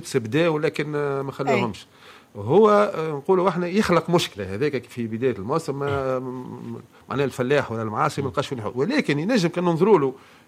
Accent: Monastir Governorate, Tunisia; عندنا في المستير

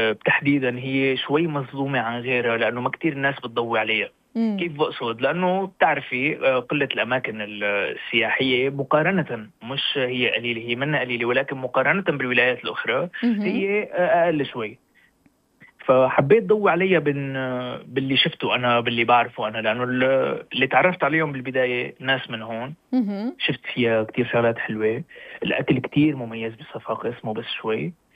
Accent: Syria; now in Sfax, Tunisia; انا كسوري، كمواطن عربي سوري

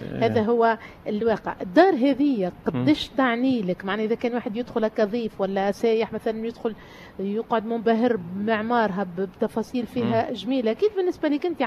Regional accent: Tunisia; فخر انك ولد البلاد هذه.

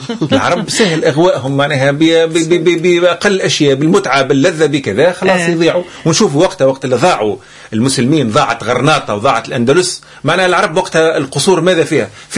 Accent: Tunisia; عندنا في تونس

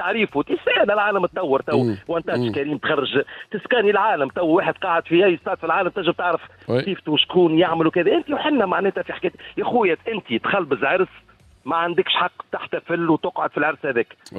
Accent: Tunisia; بلادنا تونس

